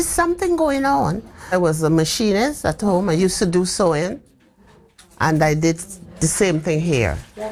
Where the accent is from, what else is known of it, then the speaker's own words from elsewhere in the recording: Guyana; moved away as an adult; now in London, United Kingdom; and I'm from Guyana. I came here in 1956.